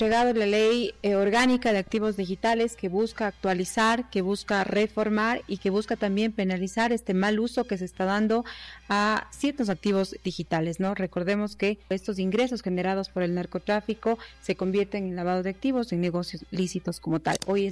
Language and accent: Spanish; Ecuador; nosotros como Estado ecuatoriano